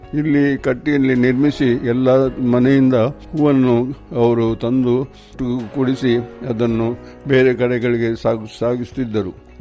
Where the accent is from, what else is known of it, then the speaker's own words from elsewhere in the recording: Shankarapura, Karnataka, India; ನಾನು ಶಂಕರಪುರ ನಿವಾಸಿ. ಶಂಕರಪುರದಿಂದ 2 ಕಿಲೋಮೀಟರ್ ಮುಂದಕ್ಕೆ ಅರಸಿಕಟ್ಟೆಯಲ್ಲಿ ನಮ್ಮ ಮನೆ ಇದೆ.